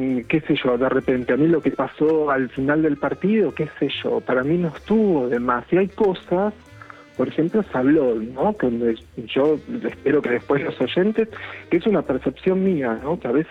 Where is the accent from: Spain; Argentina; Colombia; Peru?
Argentina; hasta incluso yo también soy argentino y tengo eso, lo que me resulta injusto, yo me rebelo también.